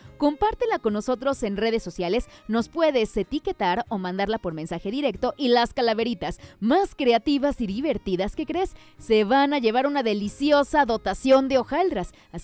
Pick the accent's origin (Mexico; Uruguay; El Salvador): Mexico; nos da identidad y fortaleza como mexicanos y mexicanas